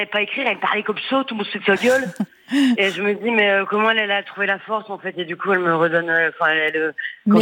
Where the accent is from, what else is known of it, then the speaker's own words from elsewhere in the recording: Hauts-de-France, France; je le fais avec l'accent, parce que moi aussi je suis du Nord.